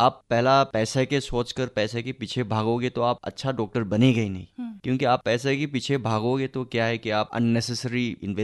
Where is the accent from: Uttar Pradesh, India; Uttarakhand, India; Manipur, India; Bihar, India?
Manipur, India; Khangabok; मैं खांगाबुक एक गांव है थौबाल डिस्ट्रिक्ट में, उससे बिलोंग करता हूँ। हम जॉइंट फैमिली में रहते हैं।